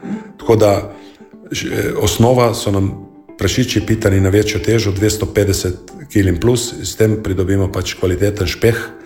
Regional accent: Kanal ob Soči, Gorizia, Slovenia; Doma smo pa iz Seniškega brega, iz občine Seniški breg 5, kanal ob Soči, to je vzhodni vstopni del Banjške planote.

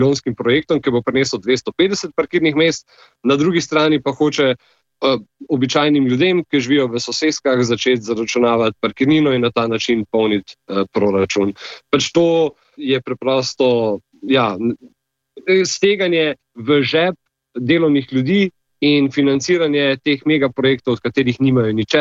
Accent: Ljubljana, Central Slovenia, Slovenia

